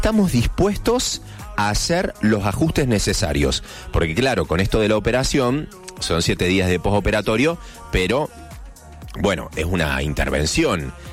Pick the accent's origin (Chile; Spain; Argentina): Argentina; nacido y criado en Argentina